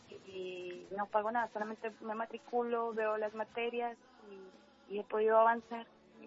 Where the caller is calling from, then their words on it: Leticia, Amazonas, Colombia; Estoy llamando desde Leticia.